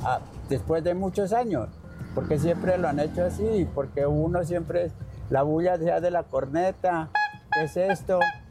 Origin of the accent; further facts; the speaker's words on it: Los Andes, Nariño, Colombia; moved away; Yo soy de Nariño, principalmente. De un municipio que se llama Los Andes, Nariño. Vine aquí a buscar nuevas oportunidades.